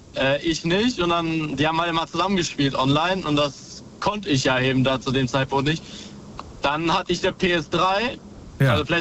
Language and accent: German; Dortmund, North Rhine-Westphalia, Germany; born there; also born or lived in Poland; Ich komme aus Dortmund